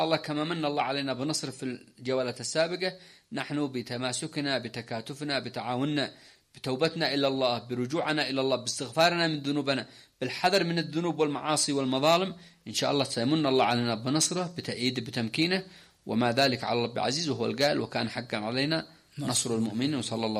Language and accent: Arabic; Yemen; لأنه إحنا في الأول والأخير إحنا يمنيين، وإحنا أخوتهم